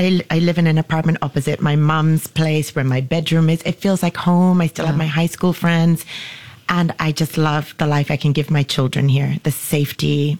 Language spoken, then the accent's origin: English; Sri Lanka; also born or lived in Maldives; now in Singapore; I was born in Sri Lanka, spent a lot of time in Sri Lanka and the Maldives because my dad had a garment factory.